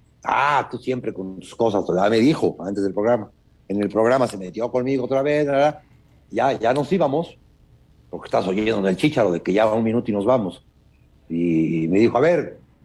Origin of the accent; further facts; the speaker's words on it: Puebla, Mexico; de poblano a poblano se lo digo. Y así somos los poblanos.